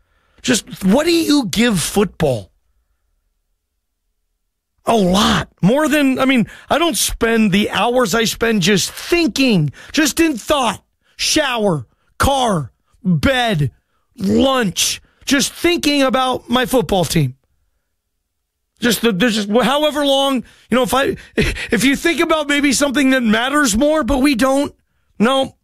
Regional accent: Seattle, Washington, United States; I'm from Seattle. If you don't listen very often, I'm from that area. I actually grew up, my parents' house where I grew up is like I could walk to that facility you see

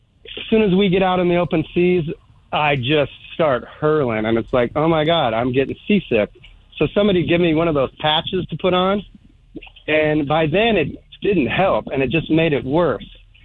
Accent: Seattle, Washington, United States; I grew up in Ballard in the 80s. I've told you guys that.

